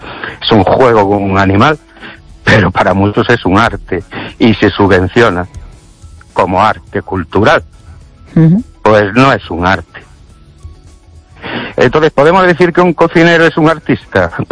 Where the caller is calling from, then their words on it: Ourense, Galicia, Spain; Buenas noches, estéreo oyente … de Orense.